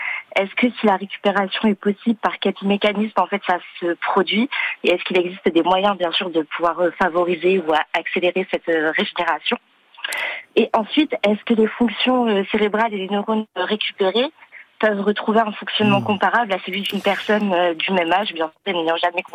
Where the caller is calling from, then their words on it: Saint-Léonard-de-Noblat, Nouvelle-Aquitaine, France; De Haute-Vienne, de Saint-Léonard de Noblat.